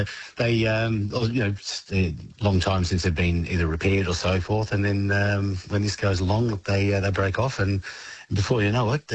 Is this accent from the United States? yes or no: no; Melbourne, Victoria, Australia; as said, I'm from Melbourne. So I'd go into Melbourne, go to the watch.